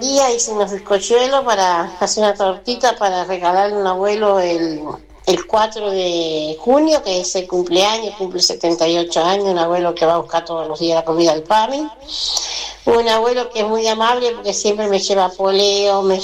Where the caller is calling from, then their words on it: Santiago del Estero, Argentina; de Cerro, Santiago del Estero, aquí escuchándolo